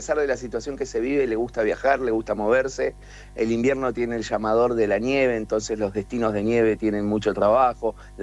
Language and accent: Spanish; Bariloche, Río Negro, Argentina; born there; yo soy nacido en Bariloche